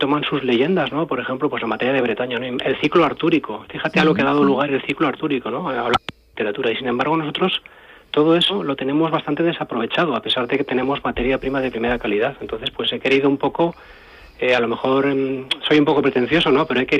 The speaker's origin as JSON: {"language": "Spanish", "region": "Aragon", "country": "Spain", "said": "como yo soy aragonés"}